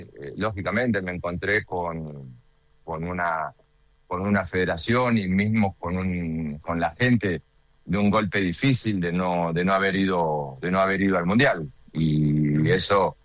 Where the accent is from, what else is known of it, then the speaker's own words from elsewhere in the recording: Argentina; moved away as an adult; cómo gestionamos los argentinos